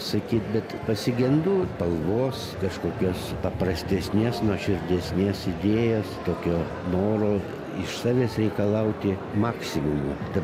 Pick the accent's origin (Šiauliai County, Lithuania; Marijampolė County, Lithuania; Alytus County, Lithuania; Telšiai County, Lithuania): Šiauliai County, Lithuania; Šiauliai; moved away as an adult; also born or lived in Kaunas; Jo, sovietmetis giliausias buvo ir išvažiavau į Kauną, iš Šiaulių.